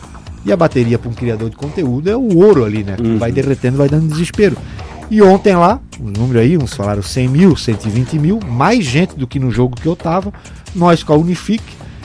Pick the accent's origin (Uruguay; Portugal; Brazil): Brazil; Belém, Pará; de lá de Belém do Pará, de onde eu sou, lá da Ilha